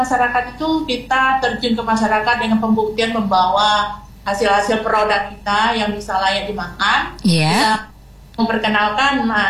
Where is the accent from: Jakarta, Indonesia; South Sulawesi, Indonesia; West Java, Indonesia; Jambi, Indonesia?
Jambi, Indonesia; kita bangga sebagai anak Kabupaten Bungo dan Provinsi Jambi Indonesia